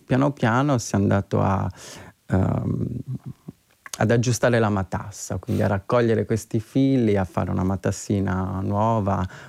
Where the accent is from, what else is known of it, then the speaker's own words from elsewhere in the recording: Southern Italy, Italy; born there; now in Rome, Italy; il mio paese si forma quando ad un certo punto iniziano a lavorare in minatoria le miniere di zolfo lì vicino, quindi comunque stiamo parlando di un paese che è stato abitato da minatori, quindi ha una tradizione di quel tipo, non ha una tradizione borghese